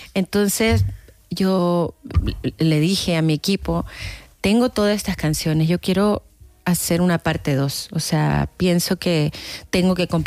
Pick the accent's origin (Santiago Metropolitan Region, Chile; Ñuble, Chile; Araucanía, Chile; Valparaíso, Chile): Valparaíso, Chile; Viña del Mar; Es que sabes que yo soy de Viña del Mar, o sea, soy de esa ciudad, ¿no? Entonces, para mí es como, fueron mis compañeritos, los que tenía mis compañeritos de la escuela